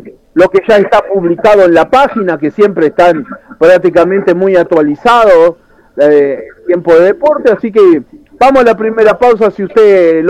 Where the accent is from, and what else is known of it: Uruguay